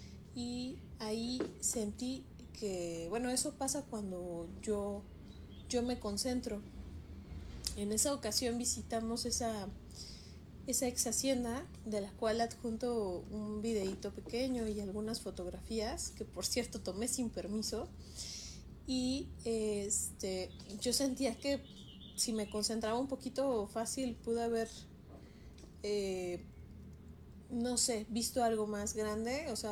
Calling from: Cuautitlán Izcalli, State of Mexico, Mexico; soy de Cuautitlán Izcalli.

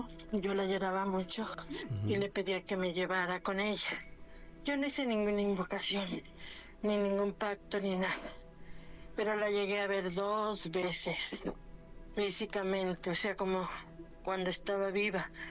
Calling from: Mexico City, Mexico

